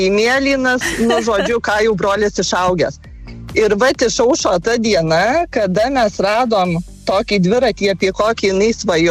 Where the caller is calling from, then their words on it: Alytus County, Lithuania; Mes esam iš Alytaus rajono